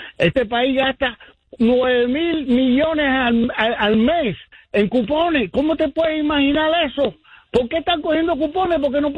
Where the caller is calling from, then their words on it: New Jersey, United States; Sí, de New Jersey.